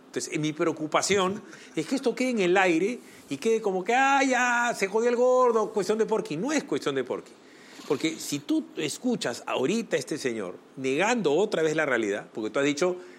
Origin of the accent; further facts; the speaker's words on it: Peru; Yo soy peruano, pues yo paro la dice